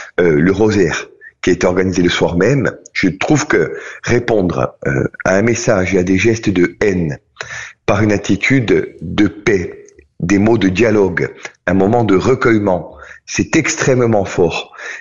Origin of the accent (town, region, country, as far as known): Corsica, France